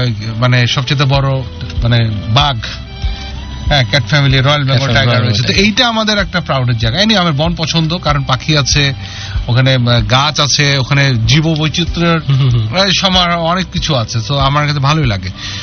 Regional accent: Bangladesh

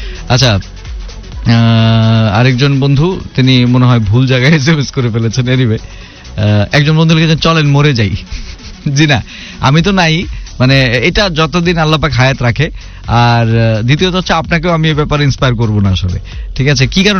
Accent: Bulgaria; আমি বাংলাদেশি ভাই, আমি চাইনিজ ভাষা বুঝি না

